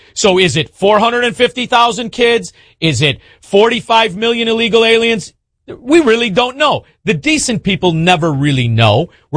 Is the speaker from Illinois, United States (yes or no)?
yes; Illinois, United States; Because we're from Illinois. You know, I'm from Illinois.